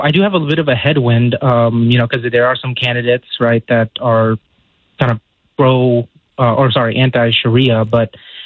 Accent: United States; I grew up in the United States.

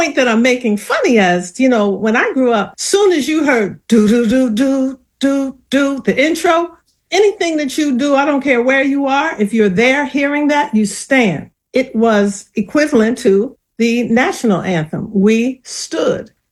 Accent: North, United States; I'm originally from the North, and we had to learn it both as a poem and as a song.

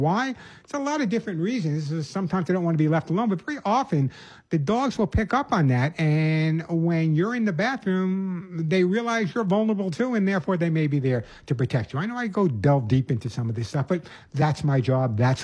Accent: New York City, New York, United States; When I was growing up in the Bronx, boxes, yes, I did.

